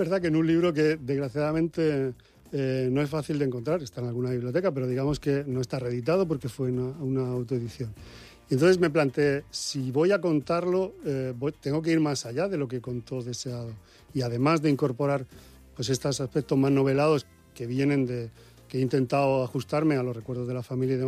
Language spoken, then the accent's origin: Spanish; Almoradí, Valencian Community, Spain; Yo soy de un pueblo de Alicante que se llama Almoradí